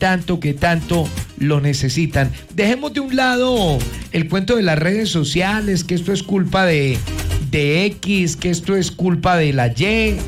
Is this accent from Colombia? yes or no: yes; Colombia; sabemos que como colombianos es el momento de estar unidos